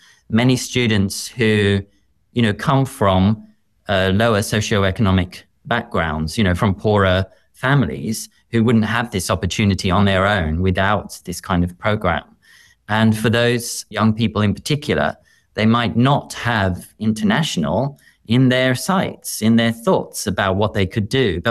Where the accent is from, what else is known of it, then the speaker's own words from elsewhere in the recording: Melbourne, Victoria, Australia; My first experience of something like that was when I grew up in Australia. You might hear it a little bit in my accent, but, you know, in the edge of Melbourne, in a small little suburb.